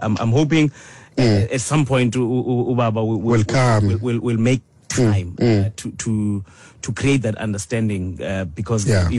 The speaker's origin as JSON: {"language": "English", "country": "South Africa", "said": "I'll say this as a South African"}